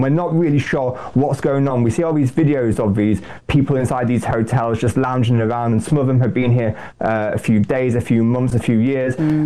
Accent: United Kingdom; It's something that we can't seem to fathom as British citizens.

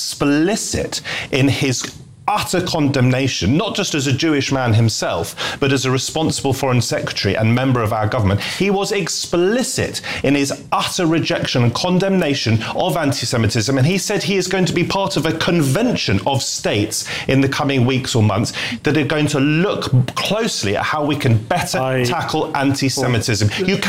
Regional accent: United Kingdom; I am a British Jew or a half-Jew.

